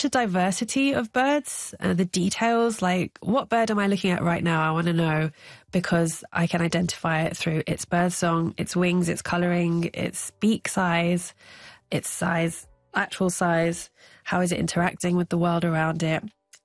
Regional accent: London, United Kingdom; For a long time, I grew up, as a Londoner.

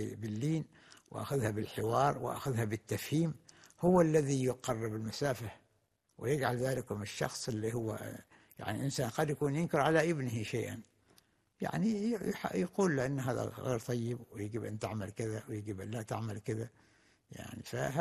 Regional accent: Oman; السابق كان واحد الحياة بسيطة في القرى في البلدان، مثلا عندنا في عمان تجد الواحد أين يذهب، يعني البلد كلها متكاتفة وكلها متعاونة وكلها متعارفة

